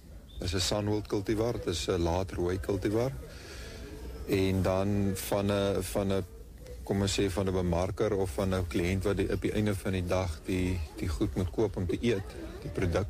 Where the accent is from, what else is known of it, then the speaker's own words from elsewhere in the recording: Northern Cape, South Africa; now in Western Cape, South Africa; So ek is oorspronklik van die Noord-Kaap. Die winters hier vir my is maar baie swaar omdat dit so koud en nat is. Daarbo is dit meer woestynklimaat waar dit bietjie weer meer droër is.